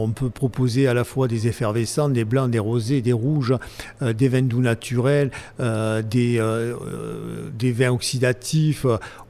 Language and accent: French; Limoux, Occitanie, France; ma région natale, qui est Limoux